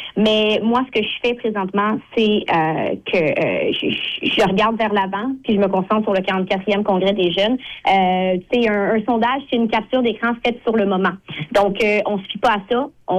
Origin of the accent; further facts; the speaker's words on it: Lavaltrie, Quebec, Canada; now in Joliette, Canada; je suis une fille de la Nature. J'ai grandi à Lavaltrie. J'habite à Joliette. Je suis une francophone assumée, fière de l'être.